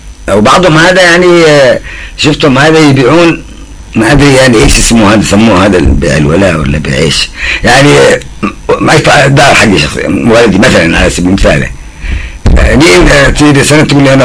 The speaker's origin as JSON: {"language": "Arabic", "town": "Mukalla", "region": "Hadhramaut", "country": "Yemen", "tie": "born there", "also_born_or_lived": "Ghayl Ba Wazir", "said": "جابنا وانا طفل يعني سكننا في المكلا"}